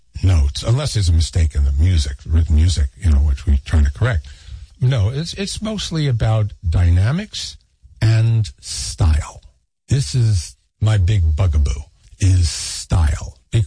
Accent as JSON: {"language": "English", "town": "New York City", "region": "New York", "country": "United States", "tie": "born or raised there", "said": "which fortunately I grew up in New York City, so we had an enormous one."}